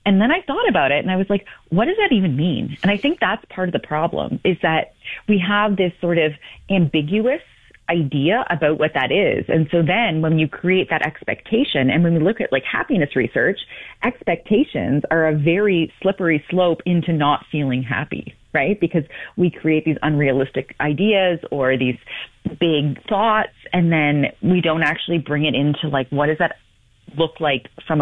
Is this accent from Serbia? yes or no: no; London, Ontario, Canada; now in Toronto, Canada; I'm from London, Ontario, and I live downtown Toronto now.